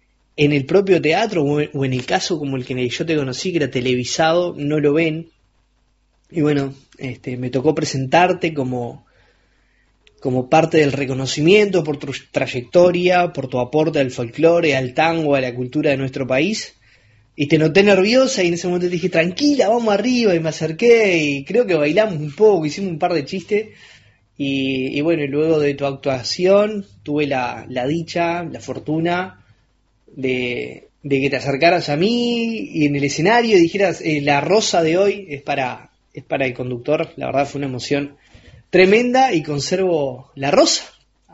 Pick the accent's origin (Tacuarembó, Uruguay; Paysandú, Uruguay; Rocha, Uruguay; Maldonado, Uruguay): Rocha, Uruguay; La Coronilla; Yo soy oriundo del departamento de Rocha, más específicamente soy nacido en Balneario La Coronilla, en la frontera, cerca de la frontera con Chuy, con Brasil.